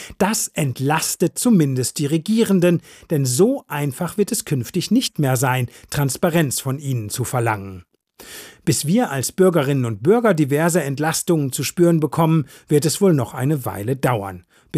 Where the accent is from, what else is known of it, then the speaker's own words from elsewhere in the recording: Plettenberg, North Rhine-Westphalia, Germany; wie in meiner Heimatstadt Plettenberg, ebenfalls im Sauerland